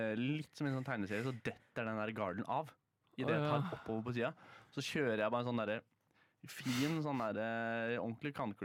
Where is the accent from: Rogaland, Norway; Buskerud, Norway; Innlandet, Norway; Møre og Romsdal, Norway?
Buskerud, Norway; now in Oslo, Norway; Jeg hadde en fast frisør når jeg bodde hjemme i Hallingdal.